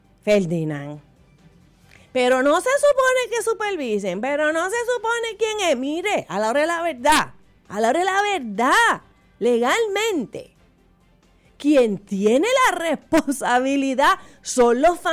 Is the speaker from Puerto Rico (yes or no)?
yes; Puerto Rico; Puerto Rico es un país con una mentalidad paternalista.